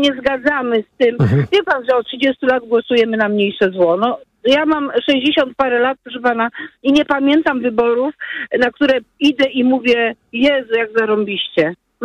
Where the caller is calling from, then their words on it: Poznań, Greater Poland Voivodeship, Poland; A, to u mnie w Poznaniu.